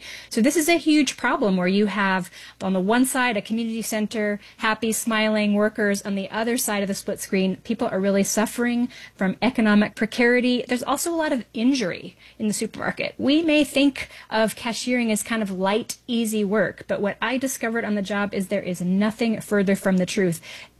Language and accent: English; Utah, United States